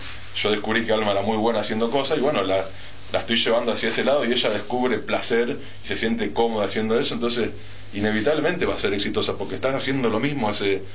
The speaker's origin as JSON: {"language": "Spanish", "country": "Argentina"}